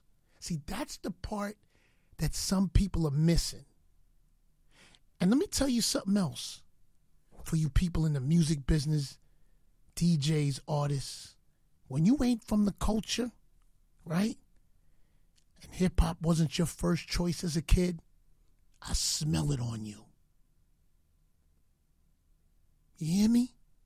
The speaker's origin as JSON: {"language": "English", "town": "New York City", "region": "New York", "country": "United States", "said": "Because I'm a New Yorker and I'm from the Bronx."}